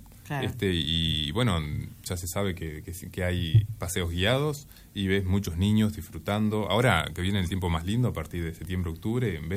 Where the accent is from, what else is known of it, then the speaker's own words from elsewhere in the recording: Ansina, Tacuarembó, Uruguay; also born or lived in Montevideo; now in Colonia, Uruguay; somos los dos de Tacuarembó